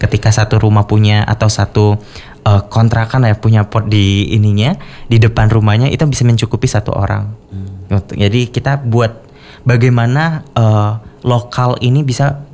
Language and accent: Indonesian; Baturaja, South Sumatra, Indonesia; now in Palembang, Indonesia; Aku dari Batu Raja terus merantau ke Palembang.